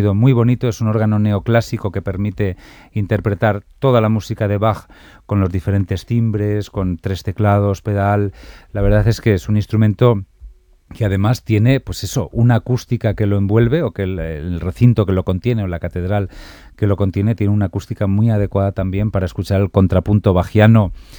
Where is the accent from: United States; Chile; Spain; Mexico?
Spain; Valencia, Valencian Community; also born or lived in Santiago de Compostela; de mi ámbito local de Valencia, de donde yo soy y donde vivía en aquel momento